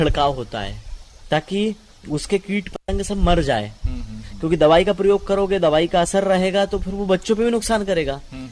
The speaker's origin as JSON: {"language": "Hindi", "town": "Hirapur", "region": "Madhya Pradesh", "country": "India", "said": "मैं ग्राम हीरापुर से हूँ, जिला सीहोर से।"}